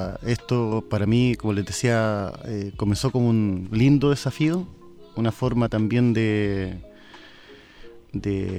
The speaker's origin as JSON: {"language": "Spanish", "region": "Araucanía", "country": "Chile", "also_born_or_lived": "Los Ríos Region", "moved": "as an adult", "lives_now": "Los Lagos Region, Chile", "said": "Bueno, yo vengo de un sector rural que está ubicado en las cercanías de Vilcún. Eso es en la Araucanía."}